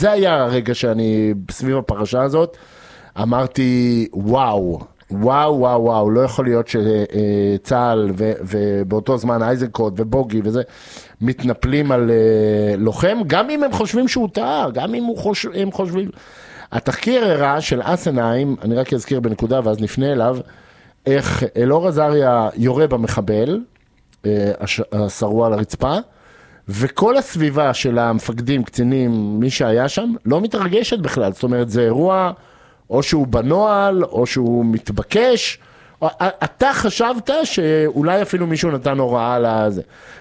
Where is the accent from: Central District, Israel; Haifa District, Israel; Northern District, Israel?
Central District, Israel; Rehovot; born there; גם אני בילדותי נסעתי על אופניים ביום כיפור, הייתה רמפה מטורפת מרחובות